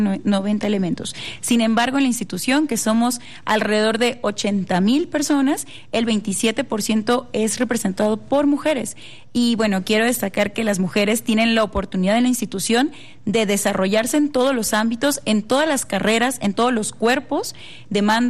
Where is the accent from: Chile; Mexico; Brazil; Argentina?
Mexico; estas fechas tan importantes como mexicanos